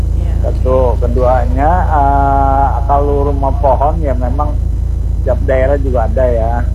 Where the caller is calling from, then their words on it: West Java, Indonesia; Di daerah saya juga ada, Jawa Barat itu rumah panggung ada.